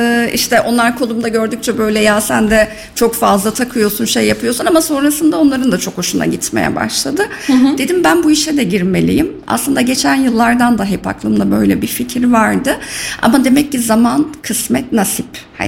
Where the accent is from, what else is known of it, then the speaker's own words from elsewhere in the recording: Iskenderun, Hatay, Turkey; also born or lived in Gaziantep; Hatay, doğma büyüme de o taraf olunca, İskenderun Hatay olunca